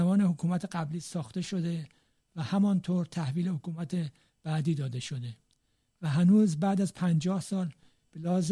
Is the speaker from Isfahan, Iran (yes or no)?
no; Tehran, Tehran Province, Iran; جوادیه، محله‌ای که من در آن بزرگ شدم